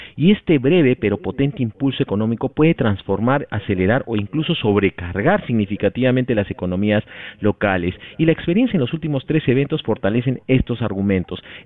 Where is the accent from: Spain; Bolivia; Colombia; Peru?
Peru; nuestra conexión como peruanos con el Mundial